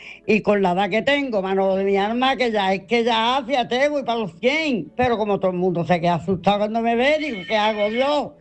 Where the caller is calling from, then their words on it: Andalusia, Spain; soy un andaluza y quiero Andalucía entera